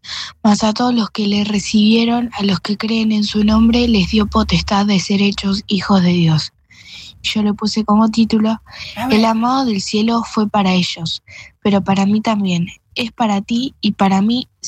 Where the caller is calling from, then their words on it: Argentina; sí, de Argentina